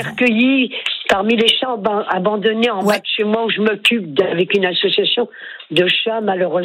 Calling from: Paris, Île-de-France, France; j'appelle de Paris 17e, où j'ai eu la chance de regarder les oiseaux tourner dans le ciel, parce que j'ai une vue sur tout Paris.

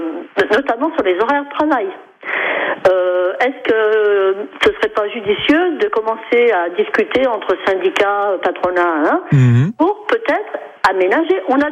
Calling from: Morestel, Auvergne-Rhône-Alpes, France; Voilà, je suis de Morestel, oui.

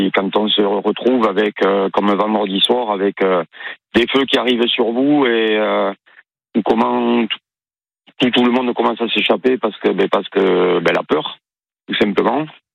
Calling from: Parentis-en-Born, Nouvelle-Aquitaine, France; Moi, je suis sur Parentis, oui.

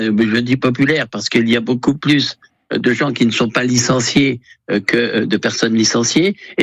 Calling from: Charleville-Mézières, Grand Est, France; À Charleville-Mézières.

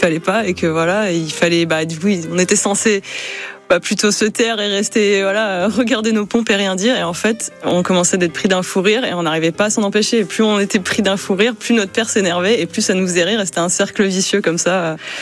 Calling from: Rosporden, Brittany, France; J'habite à Rosporden.

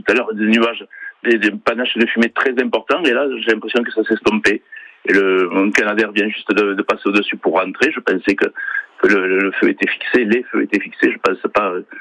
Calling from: Fitou, Occitanie, France; Non, je suis à Fitou.

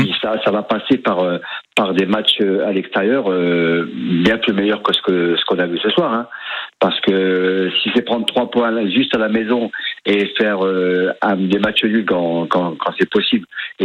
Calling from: Grand Est, France; Bonsoir, j'appelle de Messières-les-Metz.

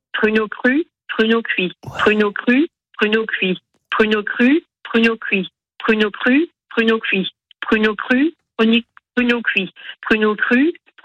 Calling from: Coutances, Normandy, France; je suis à Coutances.

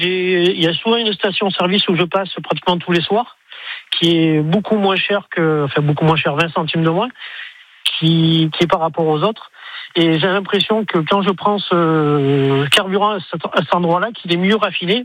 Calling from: Cléon-d'Andran, Auvergne-Rhône-Alpes, France; j'habite à Cléon et moi je travaille sur Grane.

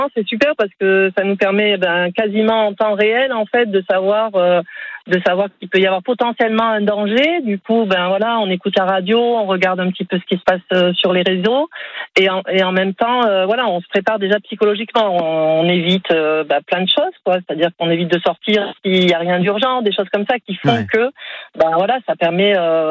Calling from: Montpellier, Occitanie, France; Moi, je suis sur Montpellier, du coup, il y a plein de circulations

